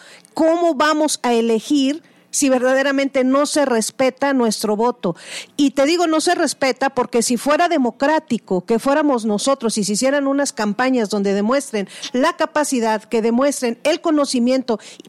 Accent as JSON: {"language": "Spanish", "region": "San Luis Potosí", "country": "Mexico"}